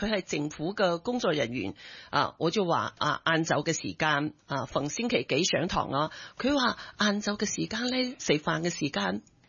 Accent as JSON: {"language": "Cantonese", "country": "Hong Kong", "said": "只不过咧，有时咧我哋香港人学普通话咧"}